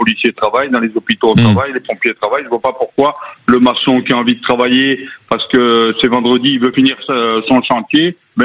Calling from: Beaucaire, Occitanie, France

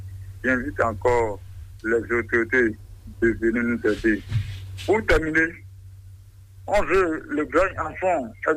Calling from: Benin; pour nous, les Béninois.

